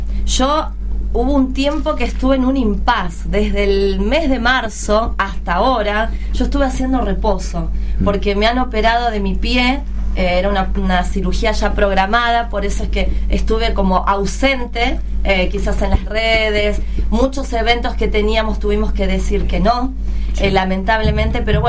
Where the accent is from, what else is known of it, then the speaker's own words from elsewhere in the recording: Argentina; para nosotros como argentinos